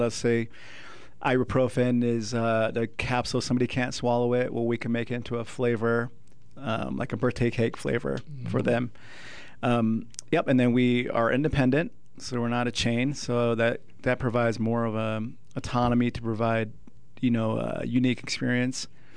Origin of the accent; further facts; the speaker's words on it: Peoria, Arizona, United States; also born or lived in Hawaii / Phoenix, Arizona; now in Prescott, United States; I originally was born in Peoria, Arizona.